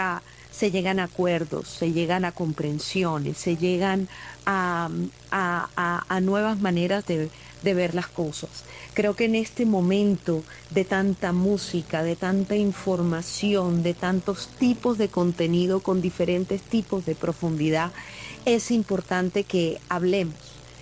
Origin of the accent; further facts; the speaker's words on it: Barranquilla, Atlántico, Colombia; esto es fabuloso, además en mi tierra, en Barranquilla, imagínate.